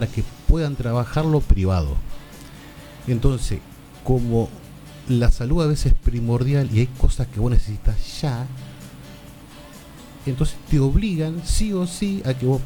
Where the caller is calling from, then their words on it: Argentina; yo vivo en La Bianca.